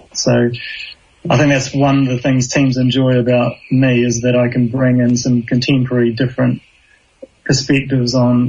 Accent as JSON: {"language": "English", "country": "New Zealand", "tie": "born or raised there", "moved": "as an adult", "lives_now": "United Kingdom", "said": "I grew up in New Zealand, became a lawyer, studied at university, became a lawyer, came to the UK like a lot of New Zealanders in the late 1990s"}